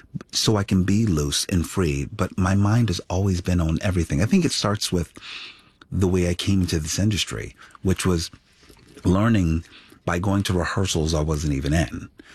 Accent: Philadelphia, Pennsylvania, United States; I come from a very humble place. I come from West Philadelphia. Inner city West Philadelphia, where, you know, a lot of blue collar folks. I was the first in my family to go to college.

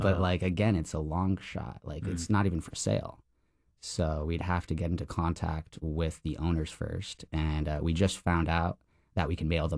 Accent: St. Petersburg, Florida, United States; So honestly, like growing up in St. Pete, there's never been a good comic book store or like indie zine shop.

